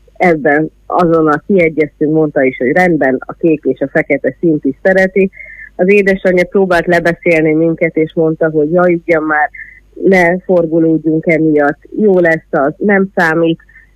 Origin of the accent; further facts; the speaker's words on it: Debrecen, Hajdú-Bihar, Hungary; Debreceniként